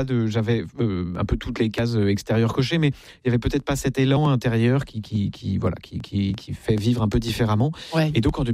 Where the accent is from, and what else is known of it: Versailles, Île-de-France, France; born there